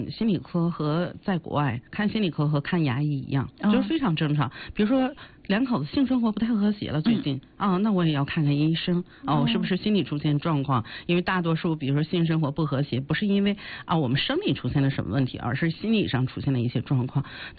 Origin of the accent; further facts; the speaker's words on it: China; 我们中国人